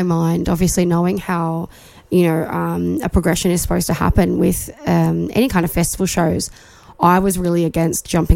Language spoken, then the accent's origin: English; Australia; moved away; And I was like, no, well, I'm actually Australian.